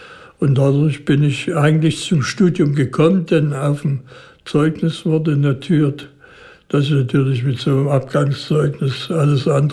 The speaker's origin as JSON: {"language": "German", "town": "Dresden", "region": "Saxony", "country": "Germany", "said": "zu Maler ging man als Dresdner vielleicht nicht so häufig als zu Mozart."}